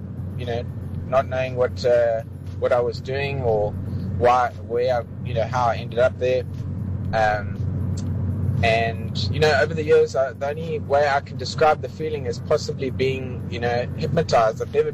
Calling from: Durban, KwaZulu-Natal, South Africa; here from Durban.

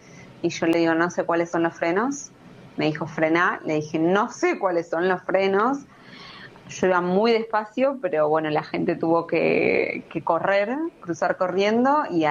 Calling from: Paternal, Buenos Aires, Argentina; de Paternal.

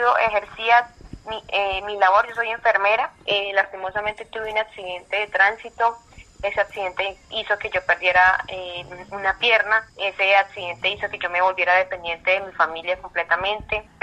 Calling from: Sogamoso, Boyacá, Colombia; Sogamoso, Boyacá.

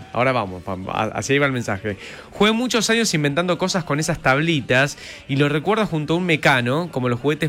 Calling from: Palermo, Buenos Aires, Argentina; de Palermo.

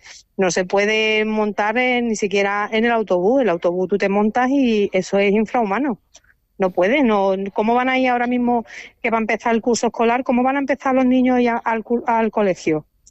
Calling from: Ceuta, Spain; mi tierra ha sido siempre una tierra pues de mucho movimiento

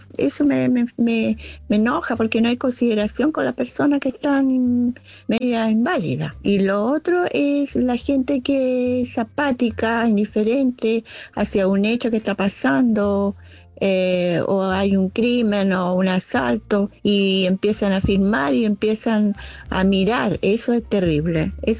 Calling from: Chile; de Chile.

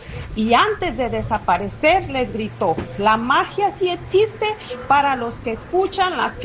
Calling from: Northridge, California, United States; Aquí de Northridge, California.

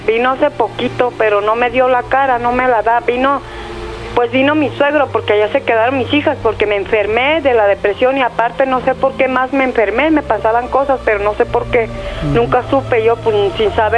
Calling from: Guadalajara, Jalisco, Mexico; De aquí, de Guadalajara.

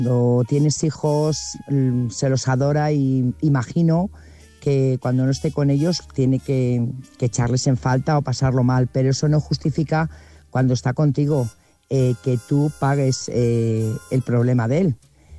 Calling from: Burgos, Castile and León, Spain; Buenas noches … corresponsal de Burgos.

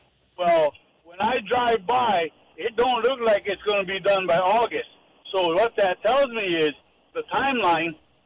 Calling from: Kaneohe, Hawaii, United States; Oh, Kaneohe.

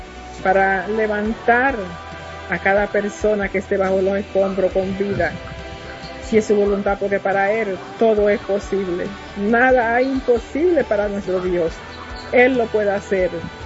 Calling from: Dominican Republic; desde República Dominicana

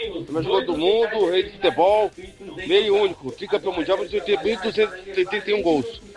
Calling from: Carapicuíba, São Paulo, Brazil; de Carapuíba.

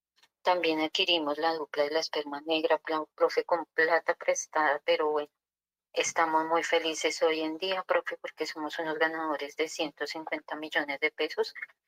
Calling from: Siachoque, Boyacá, Colombia; aquí es de Siachoque, en Boyacá.

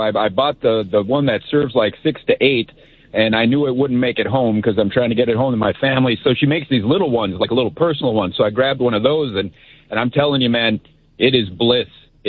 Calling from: Wausau, Wisconsin, United States

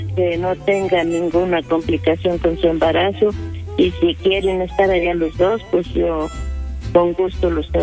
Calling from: San Pedro Limón, State of Mexico, Mexico; Yo vivo en San Pedro Limón, allá por Tejupilco.

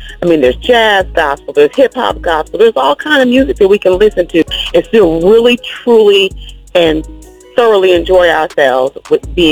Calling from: Detroit, Michigan, United States; I'm calling from the Detroit area.

